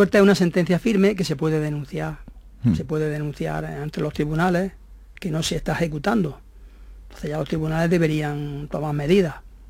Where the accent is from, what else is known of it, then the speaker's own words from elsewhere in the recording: Jaén, Andalusia, Spain; la identidad que tenemos, la gente de Jaén, pues es nuestro paisaje, nuestra montaña, nuestra catedral, nuestra ciudad.